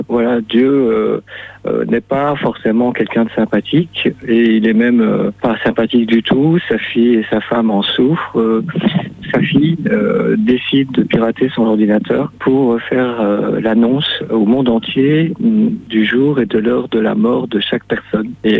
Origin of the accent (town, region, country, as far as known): Wallonia, Belgium